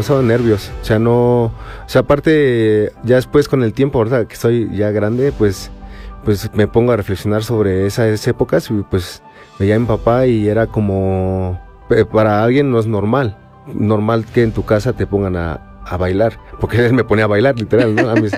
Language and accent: Spanish; Pachuca, Hidalgo, Mexico; soy totalmente oriundo de aquí nací, aquí he vivido.